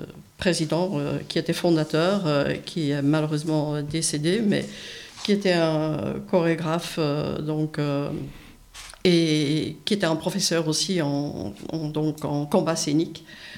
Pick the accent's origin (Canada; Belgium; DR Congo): Belgium; now in France